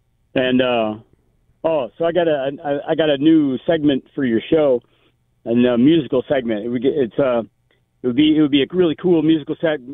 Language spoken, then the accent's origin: English; Minnesota, United States; born there; Fellow Minnesota boy.